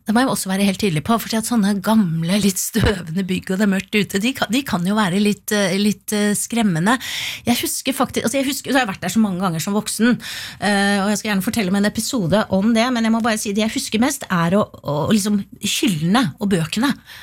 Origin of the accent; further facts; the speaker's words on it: Oslo, Norway; jeg vokste opp I Oslo, men liksom utenfor sentrum.